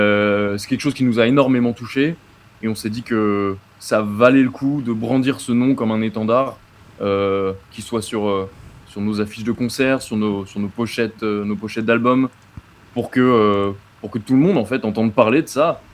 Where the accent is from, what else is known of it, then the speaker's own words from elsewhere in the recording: Paris, Île-de-France, France; on est parisien.